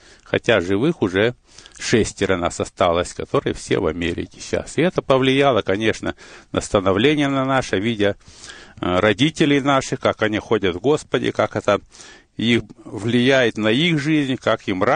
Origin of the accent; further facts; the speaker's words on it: Chelyabinsk Oblast, Russia; born there; Но я родился в России, в Челябинской области, Миасский район, там были золотые прииски.